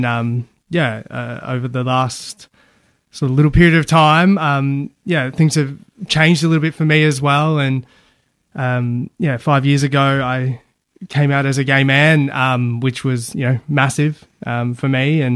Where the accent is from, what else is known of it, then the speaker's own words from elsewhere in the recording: Queensland, Australia; also born or lived in Geelong, Victoria; I was born in Victoria, in Geelong, and moved to Queensland when I was a little kid, so 6 years old